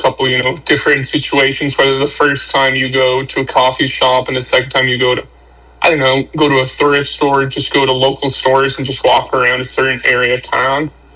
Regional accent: Denver, Colorado, United States; now in Alaska, United States; Born and raised in Colorado, south side of Denver.

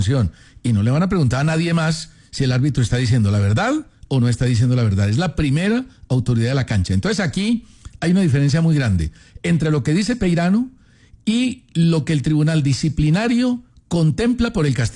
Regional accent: Colombia; No, no. ¿Pero por qué? Steven, porque somos colombianos.

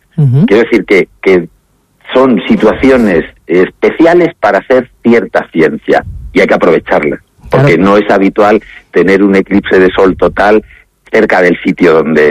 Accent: Madrid, Community of Madrid, Spain; born there; also born or lived in Pedrosa de Río Úrbel; now in Andalusia, Spain; voy allí por raíces familiares, tanto mi padre como mi madre nacieron allí y aunque, bueno, yo ya nací en Madrid

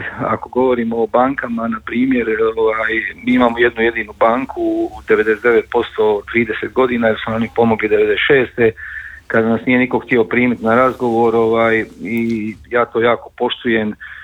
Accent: Makarska, Split-Dalmatia County, Croatia; kod nas u Makarskoj

